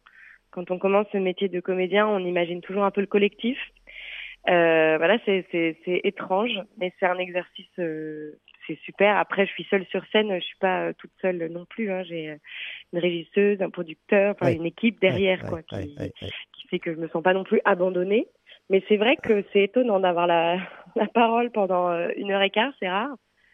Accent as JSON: {"language": "French", "town": "Paris", "region": "Île-de-France", "country": "France", "said": "Et puis je suis parisienne, donc je vois le Sacré-Cœur de Montmartre"}